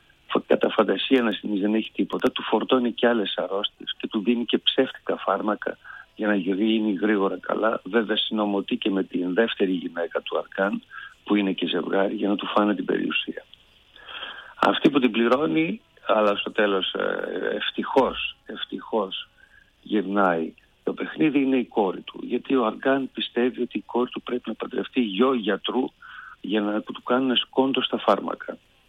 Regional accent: Thessaloniki, Central Macedonia, Greece; επειδή είμαι Θεσσαλονικιός, εγώ προσωπικά όταν παίζω στην πόλη μου, στον τόπο που γεννήθηκα

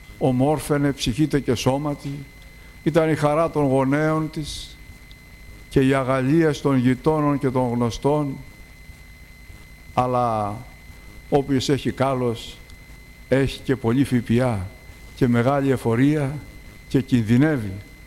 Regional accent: Dimitsana, Peloponnese, Greece; born there; Στα μέρη μας στη Δημητσάνα την έχουν πολιούχο και έχουμε μεγαλώσει με την ανάσα της και την αγάπη της και τη στοργή της.

